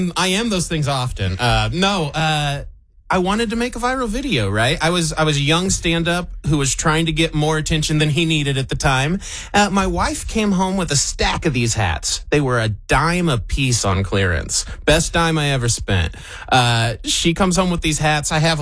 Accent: Independence, Missouri, United States; I'm from Independence. Yeah, I went to Fort Osage.

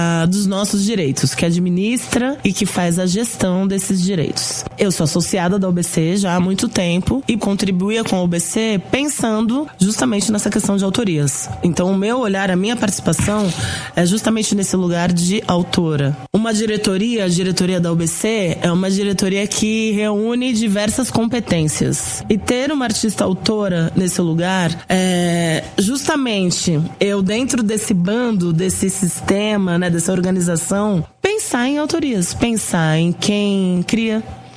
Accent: São Lourenço, Minas Gerais, Brazil; como eu cresci em São Lourenço, eu cresci em Minas.

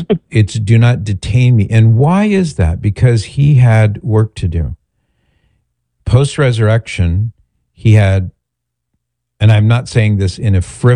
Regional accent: Mission Viejo, California, United States; I remember that because I grew up in Mission Viejo, so down the street from where you are.

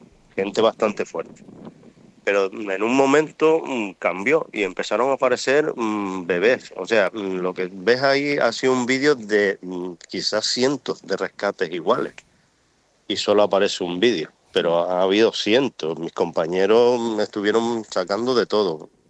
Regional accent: Canary Islands, Spain; now in Ceuta, Spain; Sí, nacido en Gran Canaria y, vamos, me crié en Lanzarote.

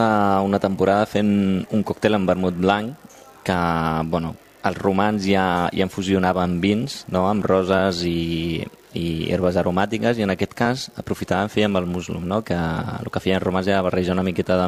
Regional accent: Tarragona, Catalonia, Spain; Bueno, Tarragona. Jo soc de Tarragona.

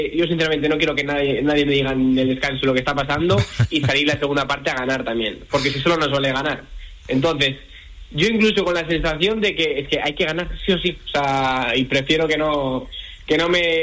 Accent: Bilbao, Basque Country, Spain; Sí, aparte para mí no es un club cualquiera, yo pues soy de Bilbao y estoy muy cerca y llevo ya muchos años en este club

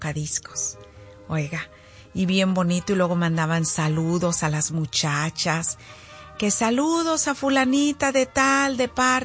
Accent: Zacualco de Torres, Jalisco, Mexico; moved away; allá en Zacualco de Torres, allá en mi pueblo

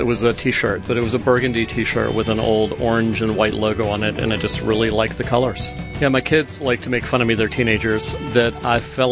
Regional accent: Richmond, Virginia, United States; from Richmond, Virginia.

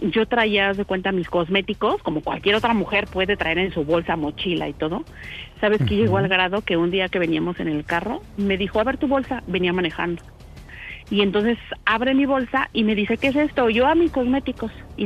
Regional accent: State of Mexico, Mexico; De aquí del Estado de México.

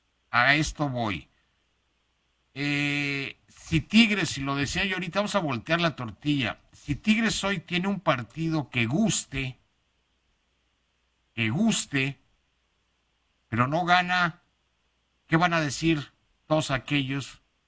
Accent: Mexico; Y todos tenemos la aspiración como mexicanos y que nos gusta el deporte.

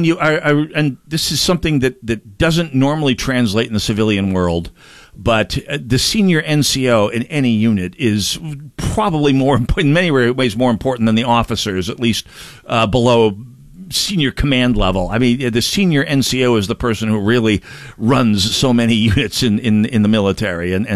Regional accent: Saint Paul, Minnesota, United States; I mean, I'm from St. Paul, I know the place.

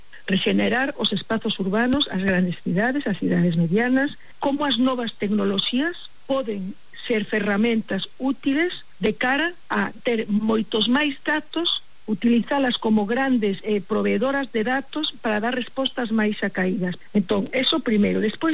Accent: Galicia, Spain; para min como galega é unha honra, esa verdade.

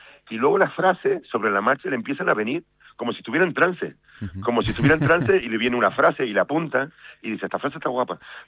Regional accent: Granadilla de Abona, Canary Islands, Spain; also born or lived in London; yo soy de Granadilla y mi familia tiene una casa en La Caleta, ahí en La Caleta de Tajao, ahí al lado de en Arico.

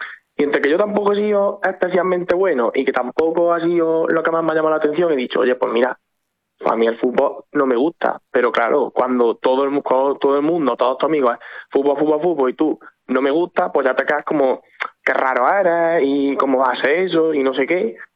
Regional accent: Spain; yo estoy aquí en el pabellón de mi pueblo

